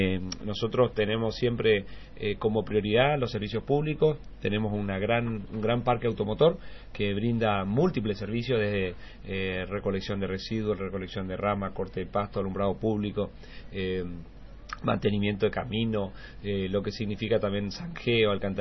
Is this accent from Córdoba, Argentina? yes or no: no; Margarita Belén, Chaco, Argentina; also born or lived in Resistencia; mi papá fue productor en realidad, rural en la zona ahí de Costa Inés, que una colonia donde nacimos, en Margarita Belén.